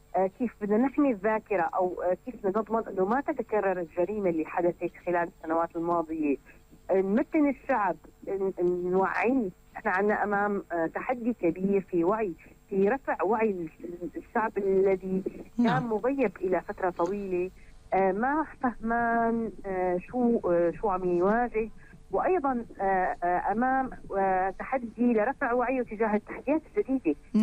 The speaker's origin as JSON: {"language": "Arabic", "country": "Syria", "said": "شو اللي بيجمعنا نحن كسوريين،"}